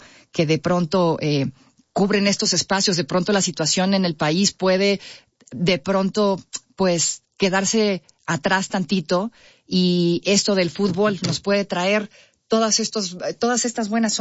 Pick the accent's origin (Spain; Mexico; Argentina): Mexico; Yo sé que le vamos a México todos porque somos mexicanos